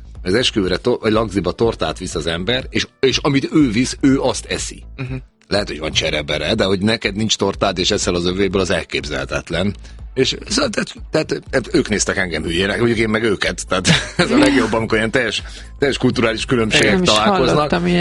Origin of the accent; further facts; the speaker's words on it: Szombathely, Vas, Hungary; now in Budapest, Hungary; de én, mint szombathelyi, Budapesten élő szombathelyi gyerek, viszonylag ritkán vetődöm el Békés megyébe.